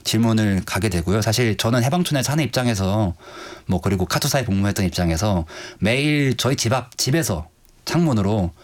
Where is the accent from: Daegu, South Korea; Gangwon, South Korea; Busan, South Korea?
Gangwon, South Korea; 강원도 사람으로서